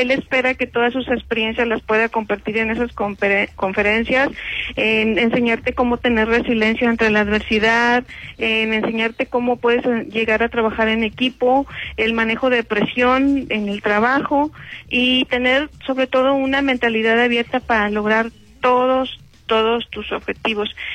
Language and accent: Spanish; Monterrey, Nuevo León, Mexico; yo soy de Monterrey